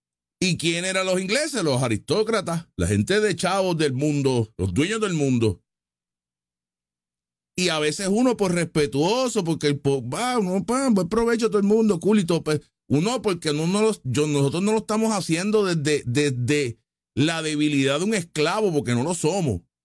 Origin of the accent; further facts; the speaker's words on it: Puerto Rico; yo soy puertorriqueño como la R, que pues como carro